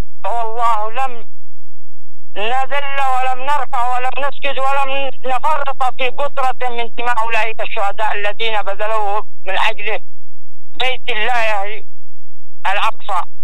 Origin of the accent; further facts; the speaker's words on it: Yemen; فهو والله نحن كشعب يمني لو نسنا ولم يبقى فينا بشر فلا نخذل ولا نتراجع